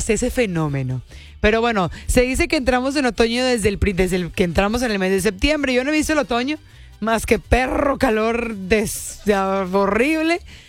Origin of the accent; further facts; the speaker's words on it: Mexico; estoy muy orgullosa de ser mexicana. Cuando me dicen que soy extranjera, digo, ¡no! ¡No! ¡Soy mexicana! ¡Traigo el nopal! Parezco alemana, parezco brasileira